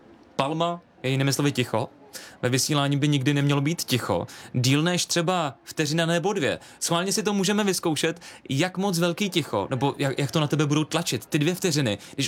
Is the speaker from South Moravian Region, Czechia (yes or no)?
yes; Brno, South Moravian Region, Czechia; teď jsem to řekl jako Brňák